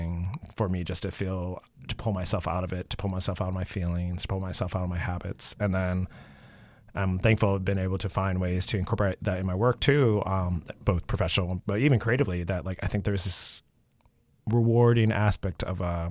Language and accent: English; Chicago, Illinois, United States; grew up in Chicago, and I grew up in Logan Square, so it was very bikeable already, even in the 80s.